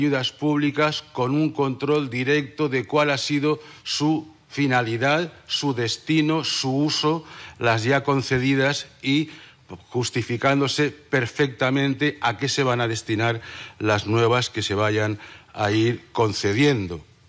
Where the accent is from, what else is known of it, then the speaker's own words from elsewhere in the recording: Valencian Community, Spain; De hecho, somos los valencianos.